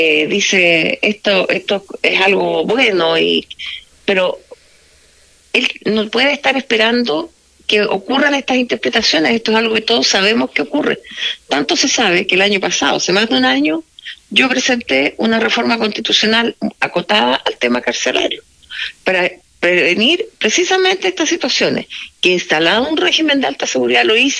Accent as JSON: {"language": "Spanish", "country": "Chile", "said": "Porque aquí lo que nosotros, como chilenos, esperamos"}